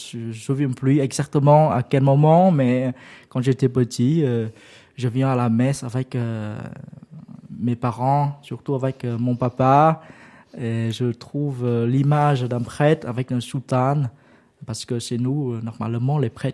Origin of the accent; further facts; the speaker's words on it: Vietnam; French is a second language; moved away as an adult; now in France; le jour que je quittais au Vietnam